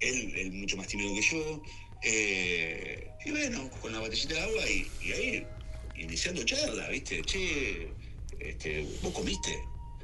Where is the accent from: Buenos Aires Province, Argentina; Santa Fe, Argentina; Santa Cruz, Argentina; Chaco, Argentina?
Santa Fe, Argentina; Rosario; a mí por lo menos me remite a mi infancia en Rosario